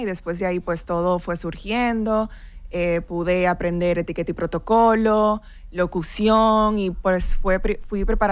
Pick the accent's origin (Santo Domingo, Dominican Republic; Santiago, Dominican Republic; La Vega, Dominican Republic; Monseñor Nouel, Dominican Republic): Santo Domingo, Dominican Republic; Santo Domingo Norte; yo realmente fui criada en Villamella y en Guaricano.